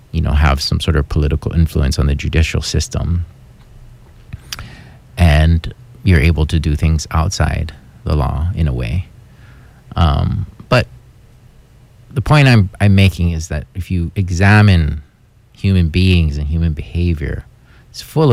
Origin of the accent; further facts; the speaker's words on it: Hawaii, United States; And as a Hawaiian person, I'm not ashamed of that reality. It's something that my ancestors practiced.